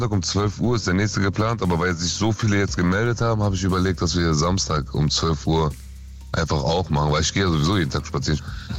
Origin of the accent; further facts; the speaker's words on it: Berlin, Germany; Boah, ich bin ja gebürtiger Charlottenburger